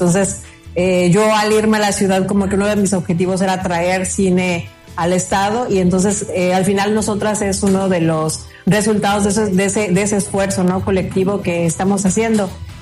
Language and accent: Spanish; Colima, Mexico; moved away as an adult; now in Mexico City, Mexico; soy de Colima, soy originaria de Colima. Yo estudio en Ciudad de México. Estoy terminando de estudiar la maestría en cine documental.